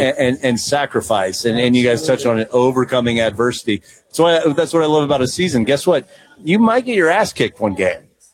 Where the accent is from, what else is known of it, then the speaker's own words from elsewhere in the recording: the South, United States; And again, I grew up in the South.